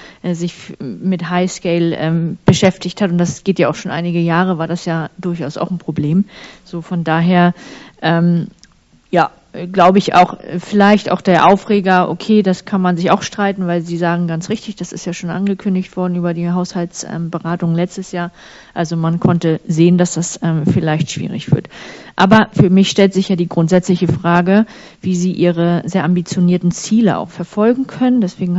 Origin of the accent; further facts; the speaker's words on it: Schleswig-Holstein, Germany; ich komme ja aus Nordfriesland